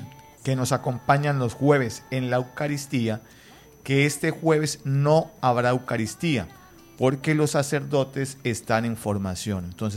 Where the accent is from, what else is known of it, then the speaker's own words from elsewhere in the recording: Colombia; como colombianos nos unamos para que este país salga adelante.